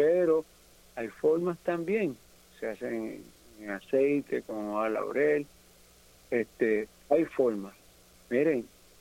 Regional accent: San Juan, Puerto Rico; now in Orocovis, Puerto Rico; Yo no soy de aquí, yo soy de San Juan.

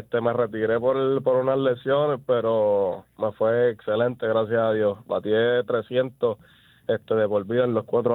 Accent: Bayamón, Puerto Rico; Yo soy natural de Bayamón, sí.

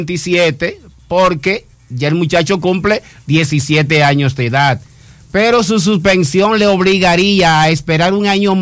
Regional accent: Dominican Republic; conociendo cómo somos los dominicanos

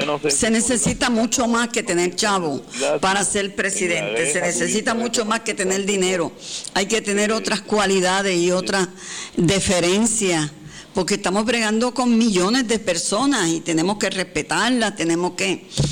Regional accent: Puerto Rico; Nada, pero vamos a seguir juntos como buenos puertorriqueños.

